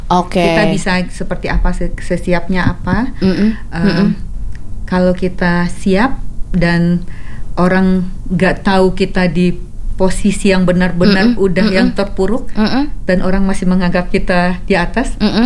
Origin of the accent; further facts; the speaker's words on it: Padang, West Sumatra, Indonesia; Seperti saya berasal dari Padang, rendang kan terkenal ya.